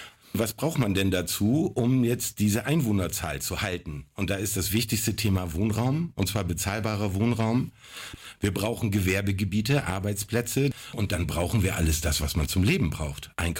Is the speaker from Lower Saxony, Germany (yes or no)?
yes; Schortens, Lower Saxony, Germany; ich bin 55 Jahre alt und gebürtiger Schottenser. Ich war nur zum Studieren ein paar Jahre weg und habe mich dann entschieden, wieder in meine Heimat zurückzukehren.